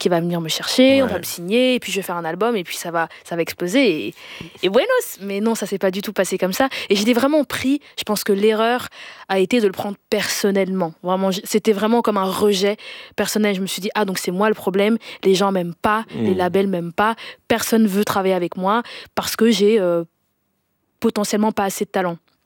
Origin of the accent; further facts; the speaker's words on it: Denderleeuw, Flanders, Belgium; non seulement j'ai grandi en Belgique, et puis j'ai grandi dans une petite commune qui s'appelle Denderleu.